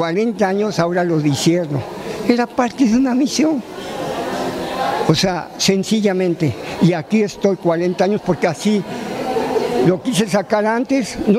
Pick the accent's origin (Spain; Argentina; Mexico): Mexico; Xalapa, Veracruz; moved away; also born or lived in Mexico City; Soy xalapeño además, vine aquí a mi tierra completamente un desconocido.